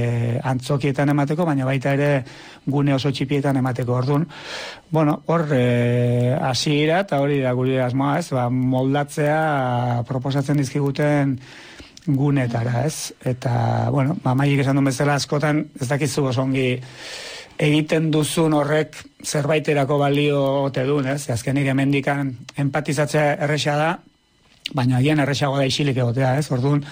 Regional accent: Tolosa, Basque Country, Spain; ni Tolosarra naiz

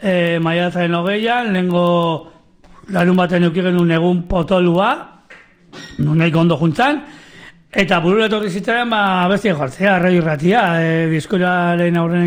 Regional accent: San Sebastián, Basque Country, Spain; born there; ni donostin jaio nintzen.

